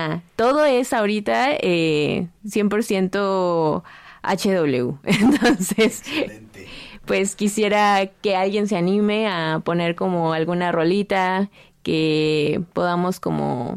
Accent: Nicolás Romero, State of Mexico, Mexico

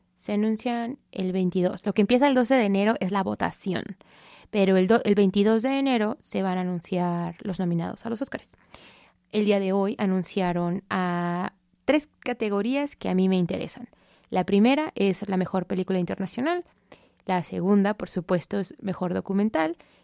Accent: Mexico City, Mexico; now in New York, United States; Sí, crecí en la Ciudad de México, en un valle, pero yo soy hija del sol.

